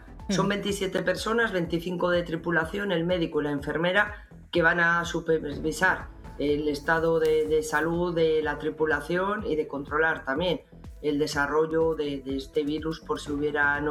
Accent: Spain; como españoles podemos estar orgullosos

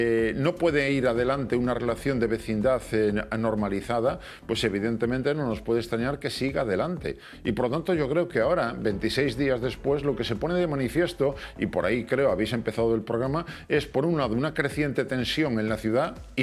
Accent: Spain; porque creo que todos los españoles pensamos que Ceuta y Melilla efectivamente son españolas.

